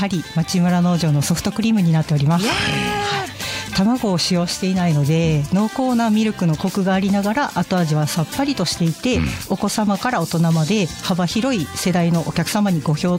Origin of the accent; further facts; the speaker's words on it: Kyoto, Japan; accent: Kansai intonation; moved away as an adult; now in Ebetsu, Japan; 京都出身。